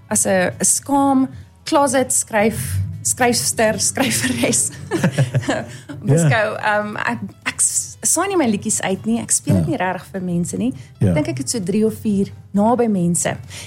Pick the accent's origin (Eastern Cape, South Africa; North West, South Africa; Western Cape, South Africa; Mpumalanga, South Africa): North West, South Africa; Hartbeespoort; Ek is van Hartbeespoort oorspronklik. Ek is 'n onderwyseres hierso al vir 15 jaar.